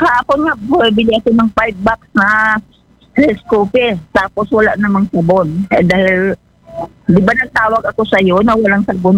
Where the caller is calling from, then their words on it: Mimaropa, Philippines; Dito, taga Pirol.